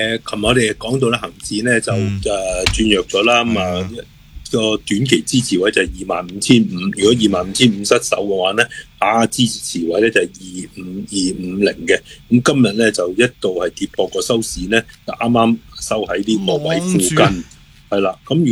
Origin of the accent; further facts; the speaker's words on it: Hong Kong; 咁一只咧就我哋香港人应该好熟噶啦